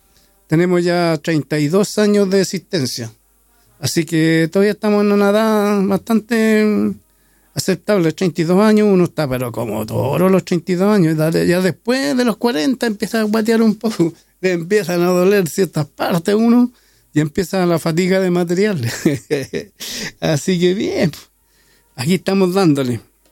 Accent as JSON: {"language": "Spanish", "country": "Chile"}